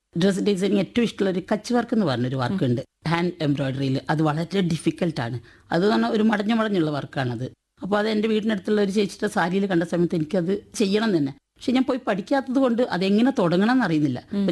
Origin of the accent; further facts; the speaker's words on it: Kozhikode, Kerala, India; now in Sharjah, United Arab Emirates; ഞാൻ കോഴിക്കോട്ടുകാരിയാണ്